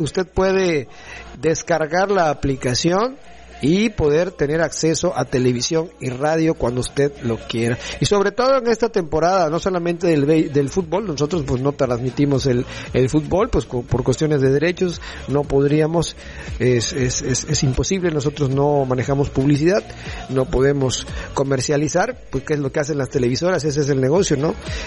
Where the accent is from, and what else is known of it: Mexico